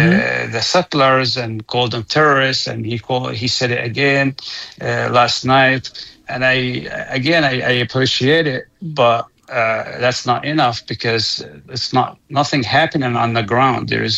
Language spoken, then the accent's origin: English; Qusra, West Bank, Palestine; now in Ohio, United States; mother is still here in Kusla. My sister is still here in Kusla, my brothers. So, and I was born and raised in Kusla.